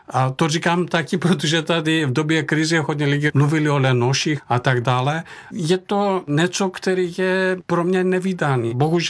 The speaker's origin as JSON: {"language": "Czech", "region": "Thessaly", "country": "Greece", "moved": "yes"}